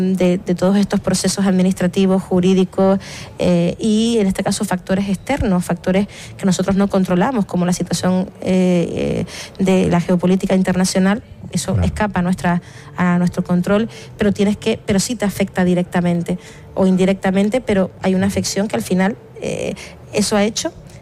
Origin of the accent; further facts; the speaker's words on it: Canary Islands, Spain; identidad como canario